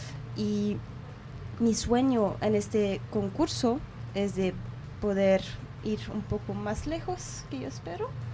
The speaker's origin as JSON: {"language": "Spanish", "country": "Belgium", "tie": "born there", "second_language": "Spanish", "said": "Nací en Bélgica, soy griega, pero en mi corazón soy ecuatoriana. Y desde pequeña soy ecuatoriana."}